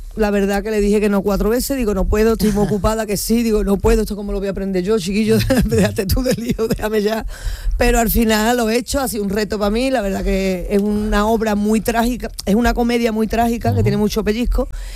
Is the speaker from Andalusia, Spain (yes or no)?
yes; Andalusia, Spain; Me crié en el Tardón, coño, si es que me he criado descalza por las calles.